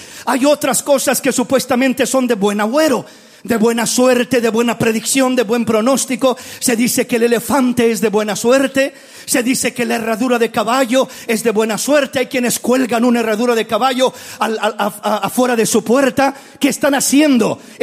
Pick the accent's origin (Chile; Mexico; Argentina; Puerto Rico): Mexico; moved away; el búho o el tecolote, le llamamos en México